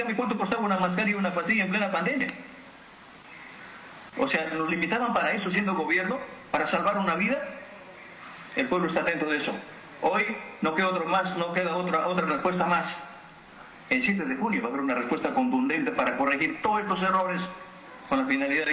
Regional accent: Peru; Vengo del Perú profundo, vengo de donde viene la necesidad

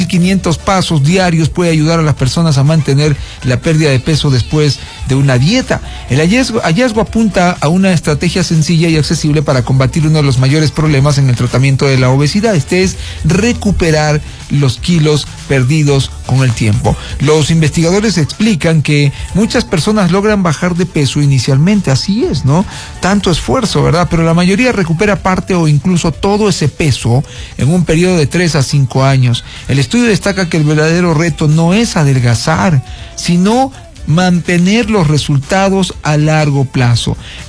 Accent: Esmeraldas, Ecuador; moved away; A mi tierra querida Esmeraldas

